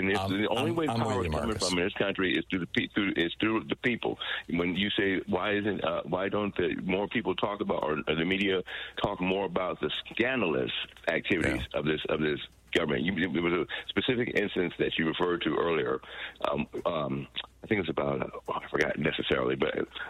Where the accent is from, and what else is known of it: California, United States